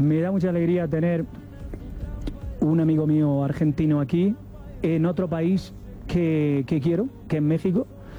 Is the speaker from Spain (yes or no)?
yes; Spain